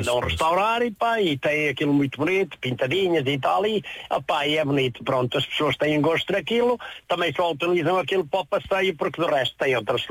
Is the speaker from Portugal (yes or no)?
yes; Penalva do Alva, Coimbra, Portugal; born there; now in Catraia de São Paio, Portugal; foi onde eu nasci em Penalva do Alva, mas vivo na Catraia de São Paio, Oliveira do Hospital.